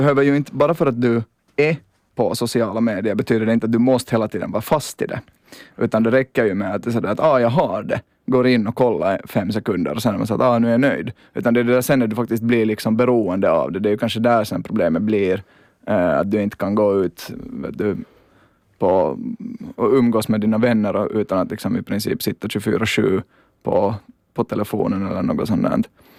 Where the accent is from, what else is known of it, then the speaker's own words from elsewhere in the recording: Espoo, Uusimaa, Finland; jag är från Esbo